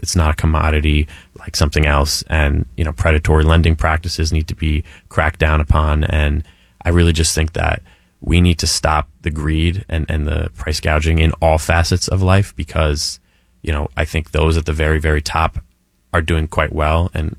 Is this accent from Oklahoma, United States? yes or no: no; East Northport, New York, United States; where I grew up in East Northport